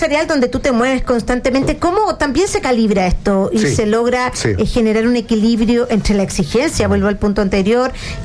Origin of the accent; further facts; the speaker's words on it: Chile; Porque nosotros, Daniel, somos el mejor país de Chile, ¿ya? Así nos decimos nosotros los chilenos.